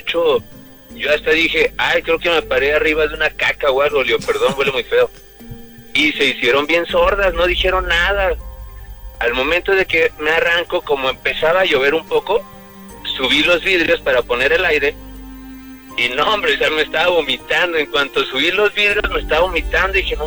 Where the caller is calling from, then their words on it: Guadalajara, Jalisco, Mexico; De Guanatos.